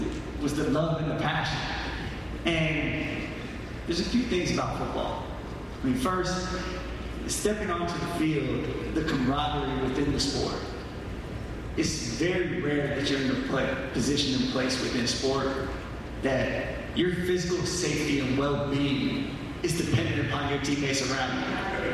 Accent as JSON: {"language": "English", "town": "Turlock", "region": "California", "country": "United States", "tie": "born or raised there", "said": "That growing up in Turlock, I didn't see that in baseball."}